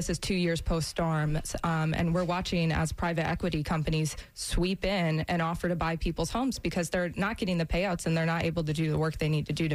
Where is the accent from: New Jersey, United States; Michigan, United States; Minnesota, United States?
Michigan, United States; Originally from Michigan. I've been here about 10 years.